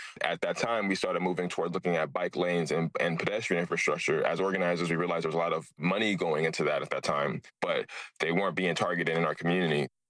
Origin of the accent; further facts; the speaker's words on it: Los Angeles, California, United States; I grew up in South LA and I'm born in Angela, very, very much diehard Angeleno here, and was born and raised in a community where issues of displacement, gentrification were starting to come to the forefront.